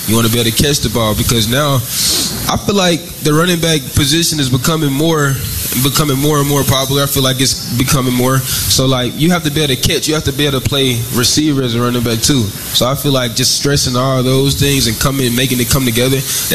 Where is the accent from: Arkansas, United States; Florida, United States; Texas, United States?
Arkansas, United States; I love the Hogs. I love my hometown state. I love being able to go home, you know, not too far away.